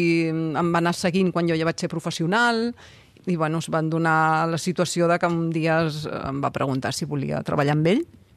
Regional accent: Vilanova i la Geltrú, Catalonia, Spain; Jo soc de Vilanova, també.

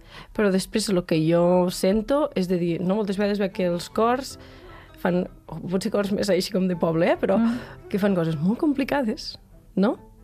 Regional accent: Lleida, Catalonia, Spain; Jo que sóc de Lleida

